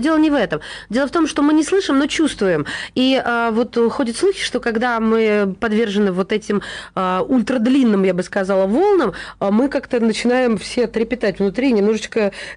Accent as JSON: {"language": "Russian", "town": "Kursk", "region": "Kursk Oblast", "country": "Russia", "tie": "born or raised there", "said": "я просто родом из Курска."}